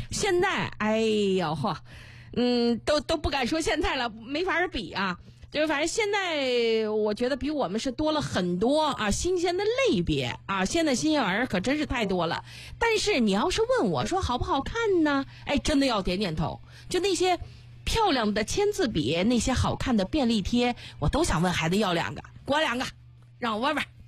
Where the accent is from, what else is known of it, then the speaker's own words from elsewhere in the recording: China; 我是在这个煤建路上长大的